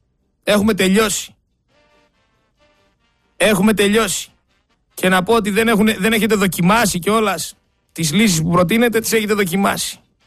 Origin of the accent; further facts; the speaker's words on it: Greece; Εγώ σας λέω, ούτε δεξιός είμαι, ούτε αριστερός. Εγώ είμαι Έλληνας φορολογούμενος που ξέρω ότι καθημερινά με λαιλατούν, με φτωχοποιούν και με διώχνουνε στο εξωτερικό.